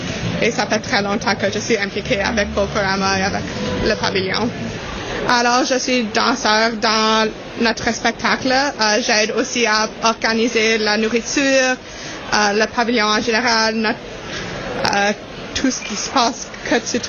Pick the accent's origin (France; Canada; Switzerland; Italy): Canada; born there; je suis la coordinatrice junior du pavillon British Isles. Ma famille vient de l'Irlande, alors je suis à moitié irlandais, alors je suis née au Canada